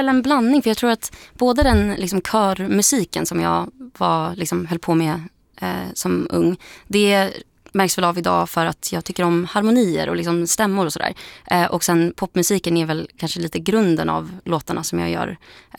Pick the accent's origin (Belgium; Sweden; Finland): Belgium; Brussels, Brussels-Capital Region; Jag växte upp i Bryssel och där jag lyssnade inte på överdrivet mycket musik